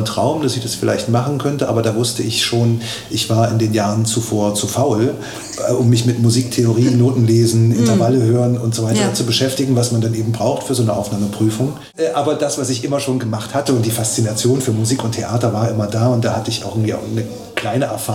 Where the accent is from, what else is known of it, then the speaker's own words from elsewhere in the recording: Rudolstadt, Thuringia, Germany; aber ich habe auch früh als Kind am Chor in der Schule, es gibt ja hier auch einen tollen Chor in Rudolstadt, oder mehrere, Entschuldigung, aber so da habe ich so die erste Stimmbildung genossen